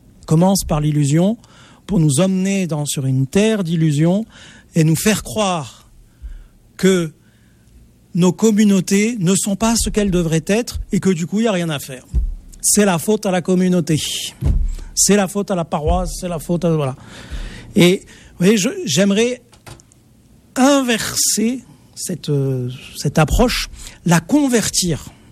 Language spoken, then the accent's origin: French; Marseille, Provence-Alpes-Côte d'Azur, France; Je suis de Marseille, alors c'est mes références.